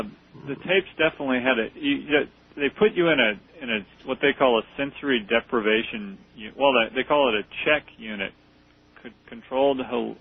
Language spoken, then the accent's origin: English; Kansas, United States; No, I'm from Kansas.